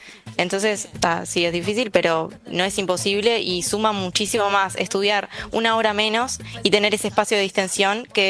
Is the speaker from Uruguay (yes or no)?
yes; Mercedes, Soriano, Uruguay; yo soy de Mercedes.